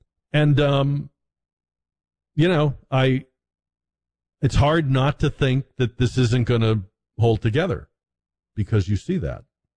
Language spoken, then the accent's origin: English; New England, United States; I grew up in New England, as you may know, and spent some time in Maine